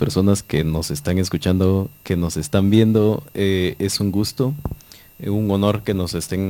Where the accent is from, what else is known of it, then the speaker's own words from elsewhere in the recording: San Marcos, Guatemala; born there; now in San Pedro Sacatepéquez, Guatemala; Yo nací en San Marcos, pero actualmente resido acá.